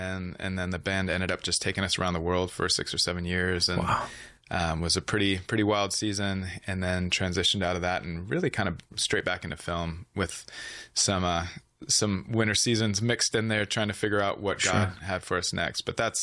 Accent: San Diego, California, United States; And I grew up in San Diego, about half an hour north of the Mexican border. So I have a deep fondness for Mexico, your culture, and especially your food.

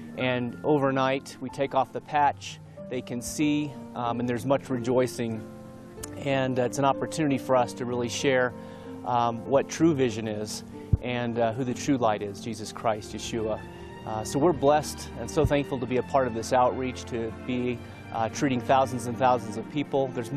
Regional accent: United States; Good morning. It's another beautiful morning in Tashkent. … I'm from the United States, and this is my first outreach with Jewish Voice.

